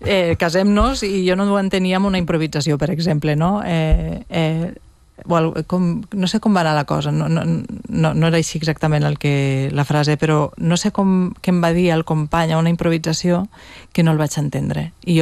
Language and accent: Catalan; Tortosa, Catalonia, Spain; jo soc de Tortosa, i de vegades però he treballat a TV3 amb papers que no parlo amb el meu accent, sinó més el d'aquí, no?